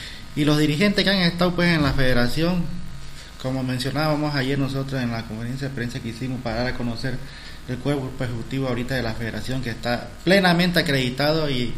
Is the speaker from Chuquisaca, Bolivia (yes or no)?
no; Beni, Bolivia; somos el departamento del Beni